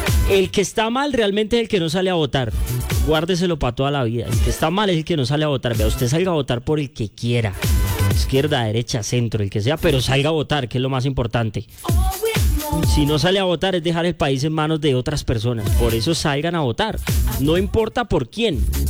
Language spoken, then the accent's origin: Spanish; Colombia; todos como colombianos